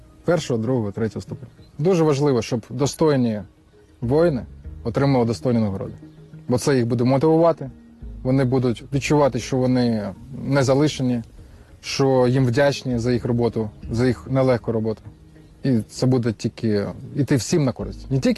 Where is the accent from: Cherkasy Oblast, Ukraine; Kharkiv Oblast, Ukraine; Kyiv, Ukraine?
Kyiv, Ukraine; Тому що я сам киянин і почув в Києві вибухи 24 лютого.